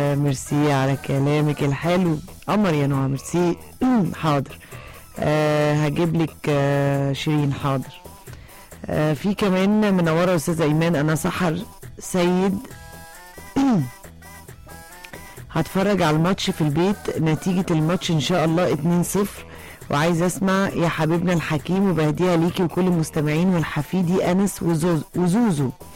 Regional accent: Minya, Minya Governorate, Egypt; من المنيا وبمسي على العم طارق صالح المنيا واهل المنيا وصعيدة مصر.

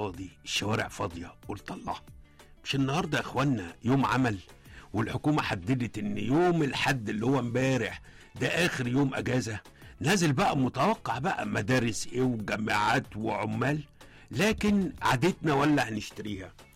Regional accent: Egypt; احنا كمصريين

